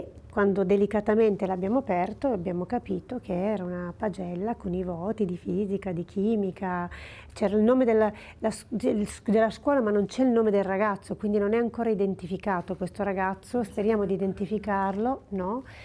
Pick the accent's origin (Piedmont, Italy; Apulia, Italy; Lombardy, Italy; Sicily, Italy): Piedmont, Italy; Pontestura; Io so che … al mio paese natio, che è Pontestura, che è vicino a Casale Monferrato, è Pontestura, perché sanno che lavoro sulle ossa.